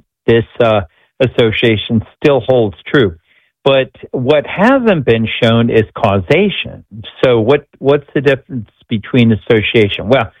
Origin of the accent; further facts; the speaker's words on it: Minnesota, United States; a researcher here in my home state in Minnesota called Dr. Keyes